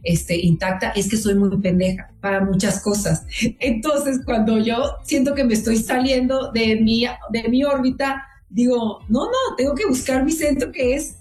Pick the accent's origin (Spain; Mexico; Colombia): Mexico; Chihuahua; born there; Yo nací en Chihuahua, o sea, venga para acá.